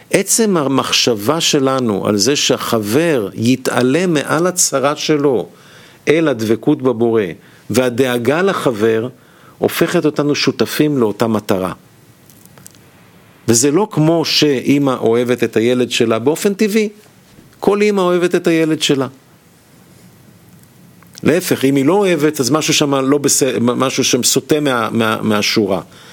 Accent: Kiryat Gat, Southern District, Israel; also born or lived in Haifa; הוא בא ממרוקו וההורים שלי עלו מהונגריה. הוא גר בחיפה ואני גדלתי בקריית גת.

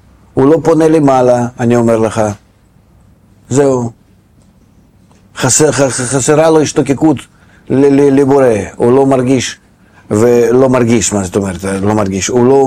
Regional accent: Beersheba, Southern District, Israel; עממי, לא אז מה, אני מגיע מבאר שבע, כדי יודע

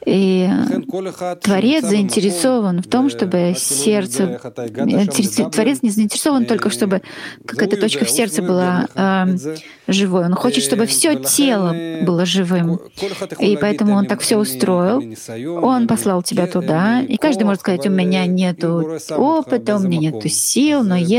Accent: Dublin, Leinster, Ireland; из Даблина, и наша стажировка закончилась, и скоро мы уезжаем домой.

